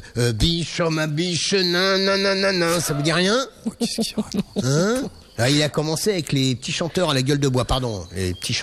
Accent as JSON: {"language": "French", "region": "Corsica", "country": "France", "lives_now": "Paris, France", "said": "Non, je suis corse. Mais ça fait un bras que je vis à Paris. J'ai une maison là-bas avec 500 mètres de plage juste pour moi. Mon père y vit toujours."}